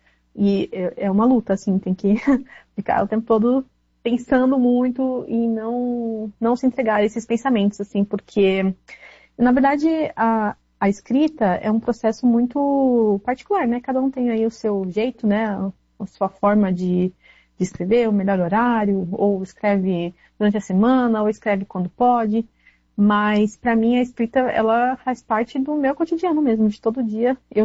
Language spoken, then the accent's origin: Portuguese; South Region, Brazil; Foi um período de transição que eu tava de mudança, eu sou do Sul. Aí nesse tempo eu mudei para o Norte